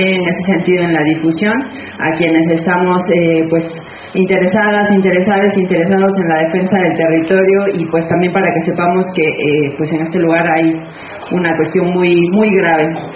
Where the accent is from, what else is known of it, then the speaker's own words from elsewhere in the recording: Tehuacán, Puebla, Mexico; yo soy de aquí, de Tehuacán, en donde estamos